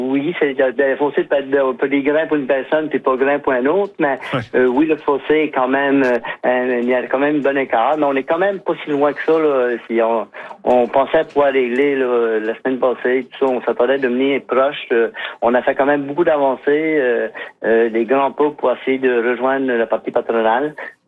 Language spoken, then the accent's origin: French; Magdalen Islands, Quebec, Canada; Aussi, nous autres, on sait qu'on est de la Madeleine, on est insulaire